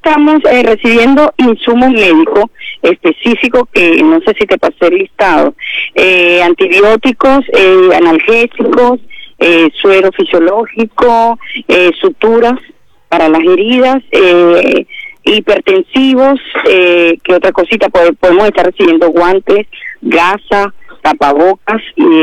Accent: Guatire, Miranda, Venezuela; moved away as an adult; now in Bahía Blanca, Argentina; en el pueblo que nosotros somos de Guatire

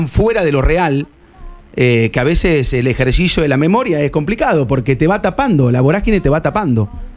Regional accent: Argentina; Es una cosa que como periodista deportivo, su fallecimiento y como persona y como argentino, nunca lo superé.

